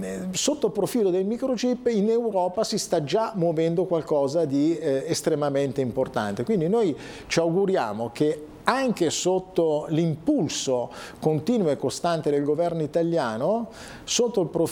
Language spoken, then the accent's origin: Italian; Como, Lombardy, Italy; Io vengo da Como, dove c'è un brand molto affermato che è Lake Como.